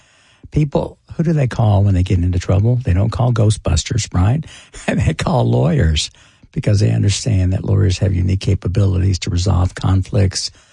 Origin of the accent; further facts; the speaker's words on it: Houston, Texas, United States; moved away as an adult; also born or lived in Austin / Washington, D.C.; now in Nashville, United States; It's small. Grew up in Houston, and we lived in Austin for a lump and Washington, D.C. for some period of time.